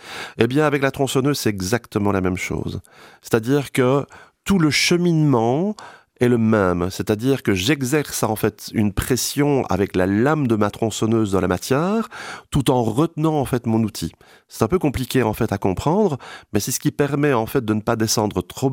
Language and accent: French; Belgium; Ici, chez nous en Belgique